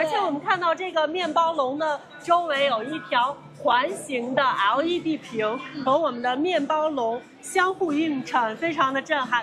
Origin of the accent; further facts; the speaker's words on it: Hebei, China; 那我是河北人啊